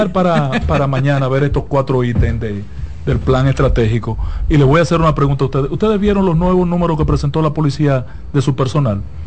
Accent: Barahona, Dominican Republic; born there; moved away; also born or lived in Santiago de los Caballeros; Nací en Barahona, orgullosamente me siento.

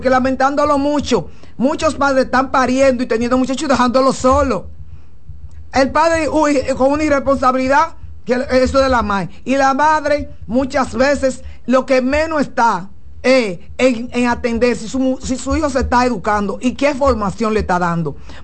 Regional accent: San Francisco de Macorís, Duarte, Dominican Republic; yo soy de San Francisco de Macorís. Yo me crié en el barrio Capacito

